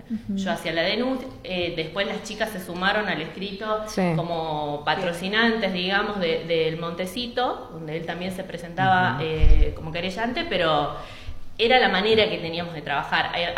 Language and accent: Spanish; Lavalle, Santiago del Estero, Argentina; yo soy de Lavalle, tengo jurisdicción en Frías.